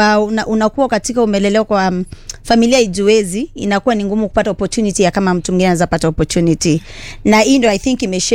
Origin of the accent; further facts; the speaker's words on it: Nairobi, Kenya; Mimi nimezaliwa na kulelewa Mathare na hapo ndo nakaa.